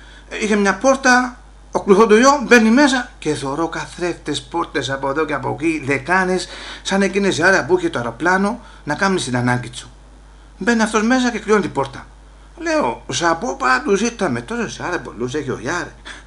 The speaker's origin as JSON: {"language": "Greek", "town": "Olympos", "region": "South Aegean", "country": "Greece", "said": "γιατί να είμαι από την Όλυμπο της Καρπάδου και θεωρώ πως έχουμε καλή εταιρεία."}